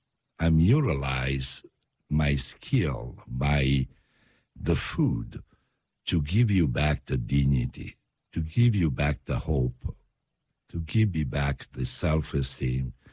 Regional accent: Naples, Campania, Italy; English is a second language; moved away; Yeah, I'm from Naples.

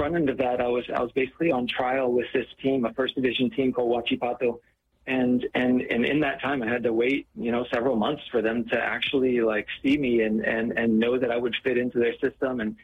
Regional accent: United States; also born or lived in Chile; being an American playing soccer here in the United States

